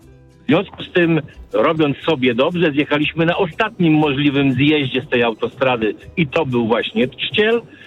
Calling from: Tricity, Pomeranian Voivodeship, Poland; bo jesteśmy rodzinnie z Trójmiasta

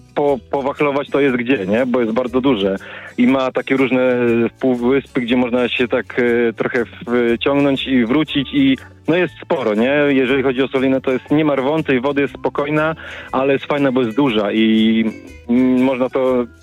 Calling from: Częstochowa, Silesian Voivodeship, Poland; Wiesz co, jestem z Częstochowy

